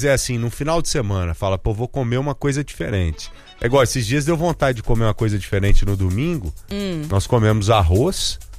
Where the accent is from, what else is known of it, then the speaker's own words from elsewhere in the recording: Pires do Rio, Goiás, Brazil; Pir do Rio. Pir do Rio.